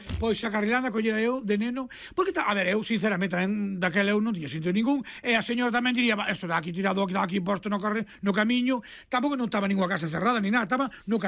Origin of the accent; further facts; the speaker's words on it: A Estrada, Galicia, Spain; E unha mulleriña que morreu con 100 anos na miña aldea, a señora Lola, que eu lle quería moito, levou-me un día con ela, eu son de Arca da Estrada, e fomos a Mesejo